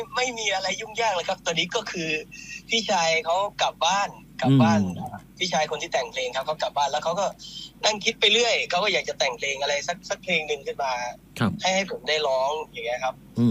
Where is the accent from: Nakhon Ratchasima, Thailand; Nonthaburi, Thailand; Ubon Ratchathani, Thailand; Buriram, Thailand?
Buriram, Thailand; born there; now in Wang Nam Yen, Sa Kaeo, Thailand; ส่วนผมบ้านเกิดบุรีรัมย์ครับ